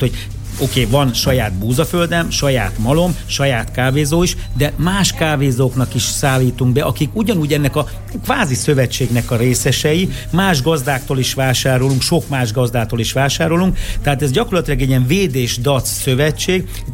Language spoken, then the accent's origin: Hungarian; Hungary; mi magyarok vagyunk, anyuban van egy kis sváb beütés